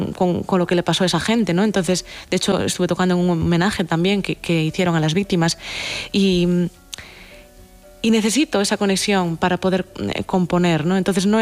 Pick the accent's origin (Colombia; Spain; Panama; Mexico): Spain; Galicia; yo como buena gallega